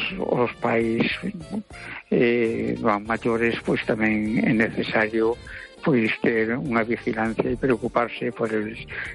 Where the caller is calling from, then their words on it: A Coruña, Galicia, Spain; Hola, buenas noches, Esther. … de Coruña.